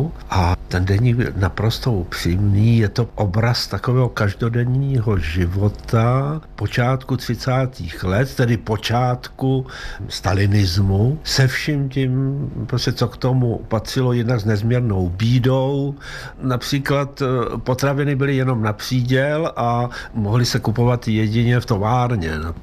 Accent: Ukraine; ne, já jsem z Ukrajiny, tam bolševici nebyli, já jsem se za to styděl, no.

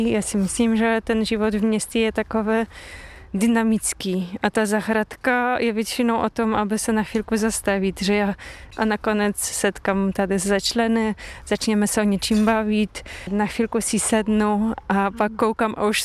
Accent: Poland; Czech is a second language; now in Czech Republic; Já jsem původem z Polska

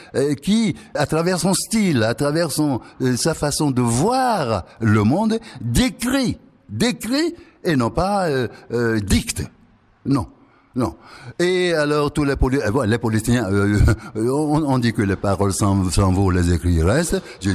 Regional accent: Togo; moved away; j'ai quitté le Togo comme pays colonisé. Et quand je suis revenu 12 ans plus tard dans ce pays indépendant, je ne comprenais pas. On m'a dit que mon pays était indépendant

